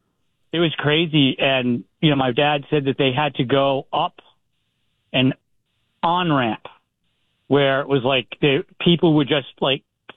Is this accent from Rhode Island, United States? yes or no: yes; Lincoln, Rhode Island, United States; I grew up in Lincoln, and so I was 15 when that storm hit.